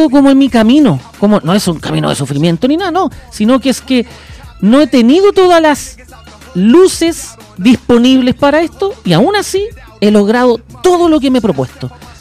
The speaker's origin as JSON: {"language": "Spanish", "town": "La Florida", "region": "Santiago Metropolitan Region", "country": "Chile", "tie": "born or raised there", "said": "Toda la vida he vivido en la Florida, en los Quillayes. Después vivo en un sector un poquito más tranquilito"}